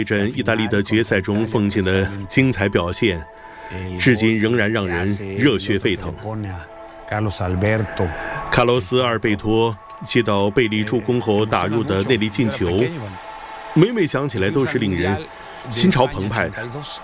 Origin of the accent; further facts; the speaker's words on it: Mexico City, Mexico; 我年少时就和伙伴们在街上踢球。我在墨西哥城度过了欢乐的童年。